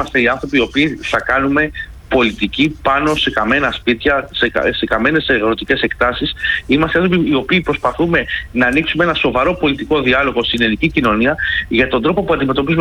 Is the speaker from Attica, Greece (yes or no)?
yes; Attica, Greece; είμαι από την Ανατολική Αττική και ειδικότερα από αυτό το κομμάτι της Ανατολικής Αττικής